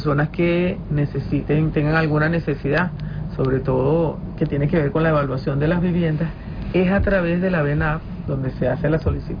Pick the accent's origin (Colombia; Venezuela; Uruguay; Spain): Venezuela; vamos a hablar como venezolanos.